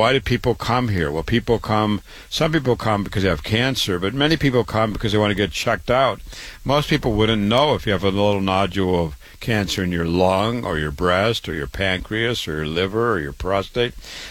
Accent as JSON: {"language": "English", "town": "Waterloo", "region": "Iowa", "country": "United States", "tie": "born or raised there", "said": "born and raised in Waterloo, Iowa, went to public school, went to university, MD at 25"}